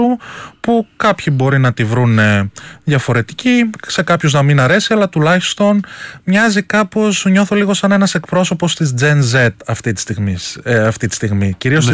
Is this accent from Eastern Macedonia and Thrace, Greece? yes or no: yes; Drama, Eastern Macedonia and Thrace, Greece; Είμαι, ναι, από τη Δράμα βέβαια, γι' αυτό κοντοχωριανή.